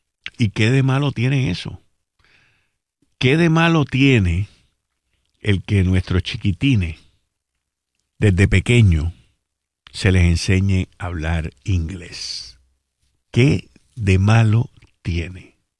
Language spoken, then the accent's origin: Spanish; Puerto Rico; nosotros somos una colonia de Estados Unidos hace más de 100 años.